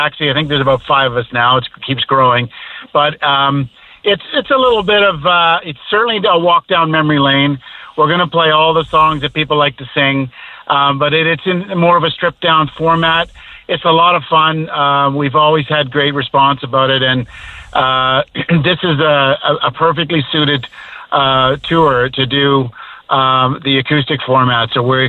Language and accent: English; Ontario, Canada; born there; And my other brother, I was born in Ontario, but my father's from Grand Falls